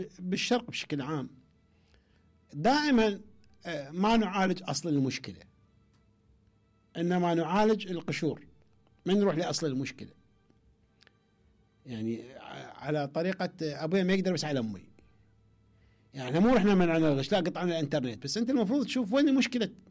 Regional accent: Iraq; عندنا في العراق، عندنا في وسط وجنوب العراق

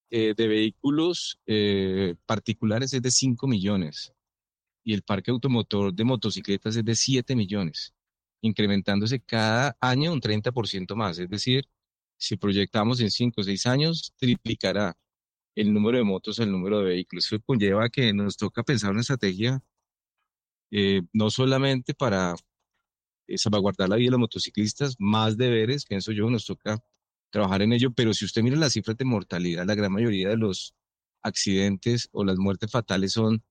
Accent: Bogotá, Colombia; Yo soy bogotano y vivo en Bogotá, sí, señor.

